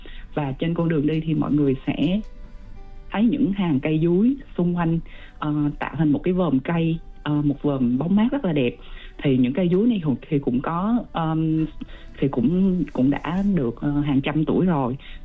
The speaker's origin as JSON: {"language": "Vietnamese", "region": "Dak Lak", "country": "Vietnam", "tie": "born or raised there", "said": "quê hương của mình, đó là Phú Yên cũ, thì hiện nay đó là tỉnh Đắk Lắk."}